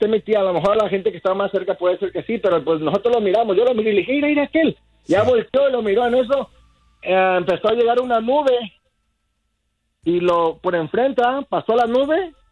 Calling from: Tepames, Colima, Mexico; soy de Tepames

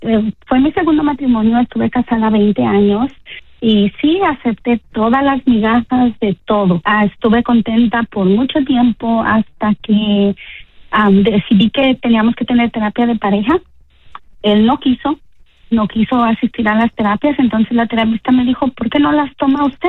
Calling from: Anaheim, California, United States; les llamo de Anaheim.

